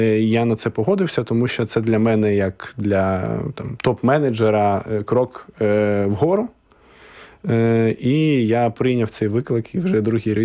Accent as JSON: {"language": "Ukrainian", "town": "Zaporizhzhia", "region": "Zaporizhzhia Oblast", "country": "Ukraine", "tie": "born or raised there", "moved": "as an adult", "lives_now": "Warsaw, Poland", "said": "Я родом з Запоріжжя. І у нас родичі поляки. Так, моя прабабуся полька."}